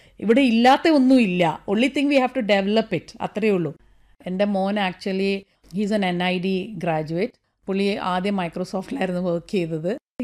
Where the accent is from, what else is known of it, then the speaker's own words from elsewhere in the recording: Kerala, India; Actually മധ്യ തിരുവനന്തപുരത്തു നിന്നാണ് ഞാൻ വരുന്നത്. അപ്പൊ കോട്ടയത്തെ ആ ഒരു ഭാഷാ രീതിയാണ് ഞാൻ അഡാപ്റ്റ് ചെയ്തത്.